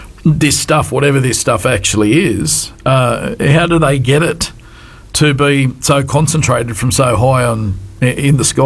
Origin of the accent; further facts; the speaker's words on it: Wee Waa, New South Wales, Australia; I come from Wee War, as a lot of people know, and grew up out there